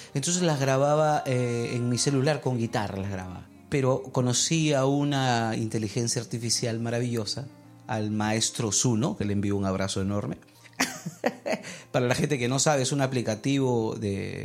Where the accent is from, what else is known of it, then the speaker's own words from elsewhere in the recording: Iquitos, Loreto, Peru; born there; now in Lima, Peru; Yo nací acá en la ciudad de Lima, pero me llevaron a Iquitos. 9 años me llevaron a Iquitos. De alguna manera, Iquitos me aisló un poco. Pero cuando ya empecé a crecer, quise salir de la ciudad, no salí nuevamente a Lima.